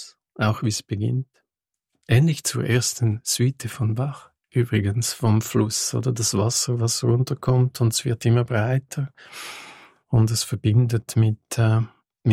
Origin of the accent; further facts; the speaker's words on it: Lake Geneva, Switzerland; Ich bin am Genfersee aufgewachsen und dann das Meer zieht mich extrem an.